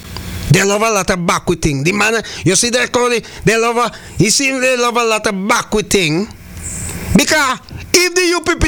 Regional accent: St. Vincent & Grenadines; moved away; my hometown in St. Vincent and the Grenadines.

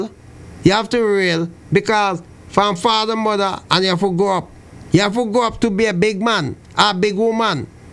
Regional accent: St. Vincent & Grenadines; moved away; St. Vincent and the Grenadines are in my hometown

